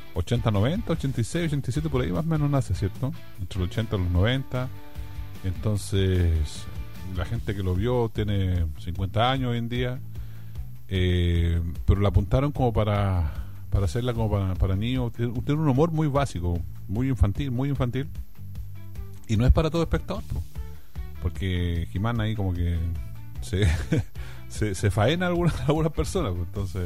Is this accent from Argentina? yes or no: no; Villa Alemana, Valparaíso, Chile; para los que somos de Villa Alemana, Peña Blanca.